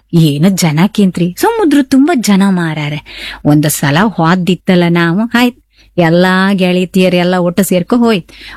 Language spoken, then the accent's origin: Kannada; Kundapura, Karnataka, India; ನಾವು ಕುಂದಾಪ್ರಮಣ್ಣ ಹುಟ್ಟಿ ಈ ಕುಂದಾಪ್ರಮಣ್ಣ ಬೆಳೆದವರಿಗೆ ಕುಂದಾಪುರ ಭಾಷೆ ಬಳಸ್ತಿಪ್ಪರಿಗೆ